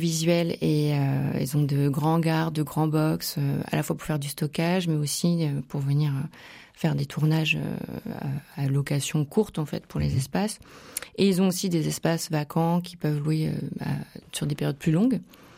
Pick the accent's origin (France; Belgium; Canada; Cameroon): France; Bourgogne-Franche-Comté; moved away as an adult; now in Charente, France; je ne suis pas du tout charentaise, je viens de Bourgogne, où c'est plutôt la gastronomie qui est mise en avant